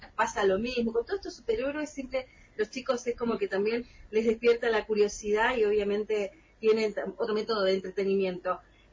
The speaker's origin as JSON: {"language": "Spanish", "country": "Argentina", "said": "para nosotros como argentinos"}